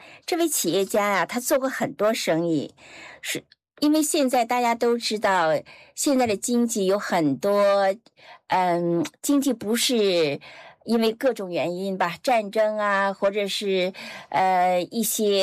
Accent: New Zealand; 我们新西兰人对环保更加重视，它也成为我们新西兰生活的一部分。

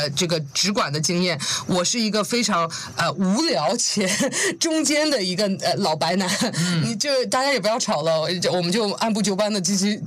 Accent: New Zealand; 纽西兰，我们作为一个小的国家

